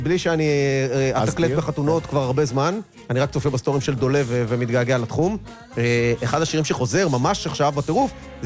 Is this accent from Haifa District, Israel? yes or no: yes; Haifa District, Israel; כשעיר ערוץ ילדים מגיע אלינו לחיפה ולקריות